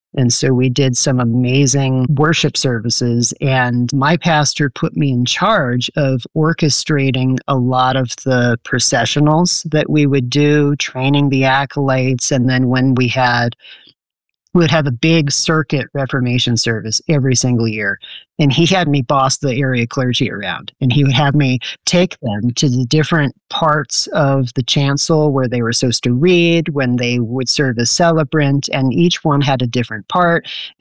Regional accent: Oakland, California, United States; moved away as an adult; also born or lived in Irvine, California / St. Louis, Missouri; I grew up in Oakland, California, right across the bay from San Francisco, and lived in the same house my entire life. Home congregation is Zion Lutheran Church in Piedmont, California.

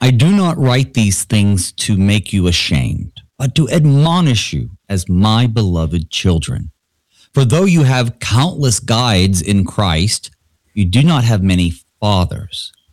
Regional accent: the South, United States; growing up in the South

